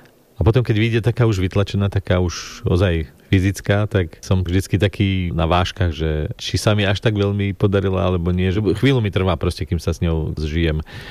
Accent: Černová, Žilina Region, Slovakia; also born or lived in Ružomberok; narodil som sa v Ružomberku, býval som v Černove celé svoje detstvo vlastne na dedine

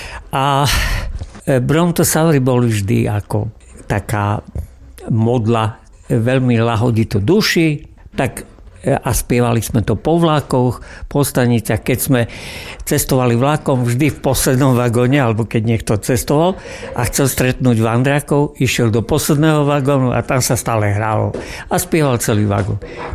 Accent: Prešov, Prešov Region, Slovakia; pochádzam z Prešova

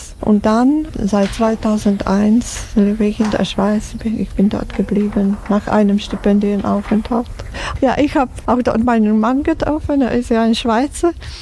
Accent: Slovakia; moved away as an adult; now in Switzerland; Das sind meine Wurzeln. Ich komme aus der Slowakei und ja, das kann ich nicht leugnen, will nicht leugnen. Dass ich bin hier aufgewachsen, meine jungen Jahre habe ich hier verbracht. Also ich ging erst in meinem Mittelalter in die Schweiz. Also hat mich, ich kann so sagen, die Slowakei viel mehr geprägt als die Schweiz

